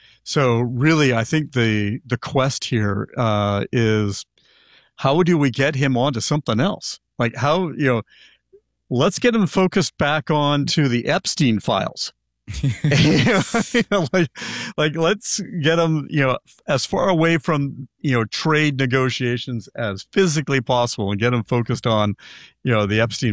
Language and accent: English; Canada; As a Canadian, you'd look at it and go, I have no idea what that brand is.